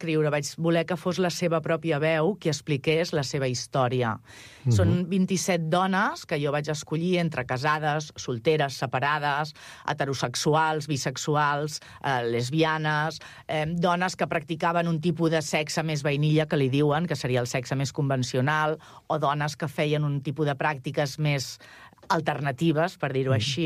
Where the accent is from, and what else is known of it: Catalonia, Spain